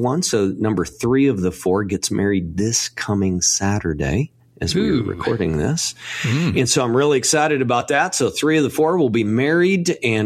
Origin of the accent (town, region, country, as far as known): Texas, United States; born or raised there